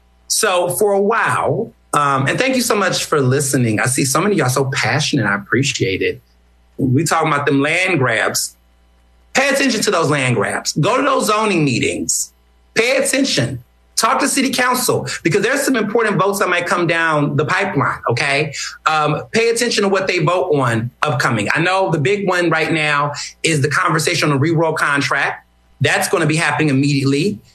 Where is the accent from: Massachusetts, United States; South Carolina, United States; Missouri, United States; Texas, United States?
Texas, United States; Houston; also born or lived in Chicago; But I'm saying I grew up in Houston. I was born in Chicago.